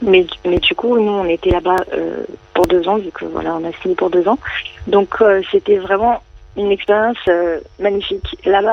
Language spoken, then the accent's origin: French; France; also born or lived in Dubai; now in Marseille, France; on a grandi en France depuis toujours